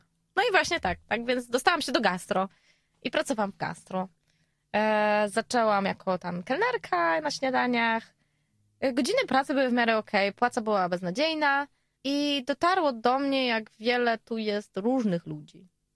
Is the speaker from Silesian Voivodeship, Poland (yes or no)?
yes; Silesian Voivodeship, Poland; ja jestem ze Śląska